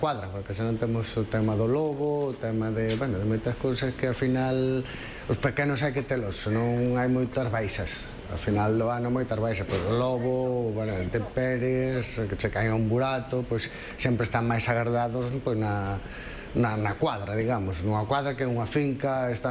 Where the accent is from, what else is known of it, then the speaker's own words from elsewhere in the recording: Galicia, Spain; que donde son eu, do Xurés, que é diferente á zona de pasto